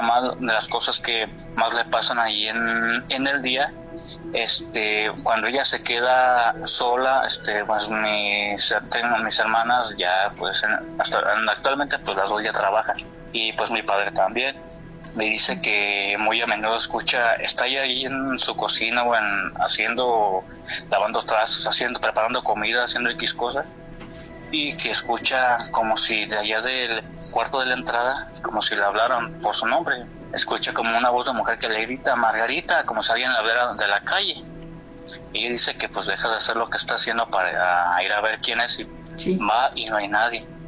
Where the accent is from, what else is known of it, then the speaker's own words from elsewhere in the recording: La Barca, Jalisco, Mexico; porque de recuerdo soy de allá de La Barca, Jalisco, es un pueblo que está aquí como a hora y media de aquí de Guadalajara.